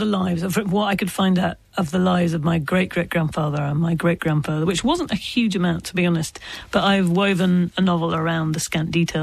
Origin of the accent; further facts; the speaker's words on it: Ireland; accent: British; I can't listen to myself in my very British voice saying the sentence, I'm Irish.